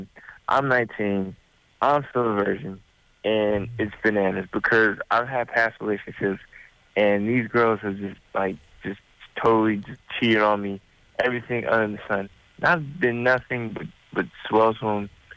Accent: Queens, New York, United States; now in Atlanta, United States; Yo. I'm from Queens, New York, man. I'm black, man. For real.

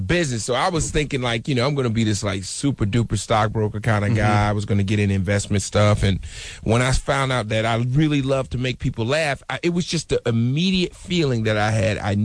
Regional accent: New Jersey, United States; Like, you know, I grew up in New Jersey

